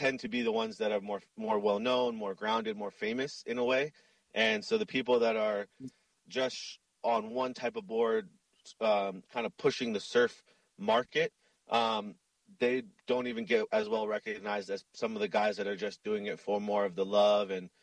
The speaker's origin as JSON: {"language": "English", "town": "Makaha", "region": "Hawaii", "country": "United States", "tie": "born or raised there", "said": "Growing up in Makaha and seeing these guys use literally anything to surf"}